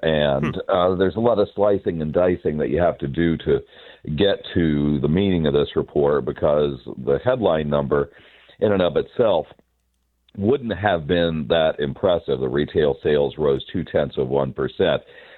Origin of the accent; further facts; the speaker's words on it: Kansas, United States; as a kid growing up in Kansas